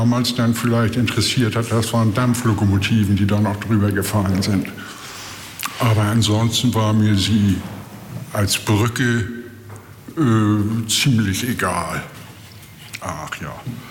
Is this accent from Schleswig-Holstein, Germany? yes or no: no; Hamburg, Germany; Jahrgang 1947 und ich bin in der Oelkersallee aufgewachsen und da wohne ich jetzt wieder.